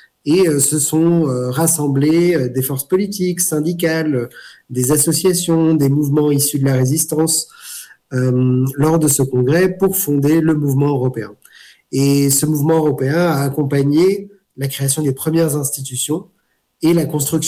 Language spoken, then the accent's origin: French; Grand Est, France; J'ai grandi en Alsace, qui a été une terre qui a connu aussi ces différents conflits et les crimes et l'histoire tragique du XXe siècle.